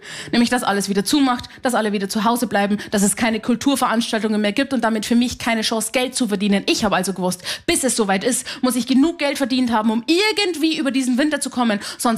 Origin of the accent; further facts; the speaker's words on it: Haunersdorf, Bavaria, Germany; Ich bin aus einem sehr, sehr kleinen Ort in Niederbayern. Ich bin aus Haunersdorf bei Simbach, bei Landau an der Isar.